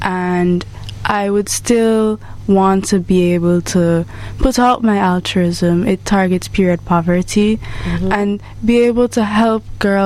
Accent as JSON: {"language": "English", "country": "Trinidad & Tobago", "said": "I'm half Trini. So I'm also from Trinidad and Tobago. Mm-hmm. So I'm half Jamaican, half Trini."}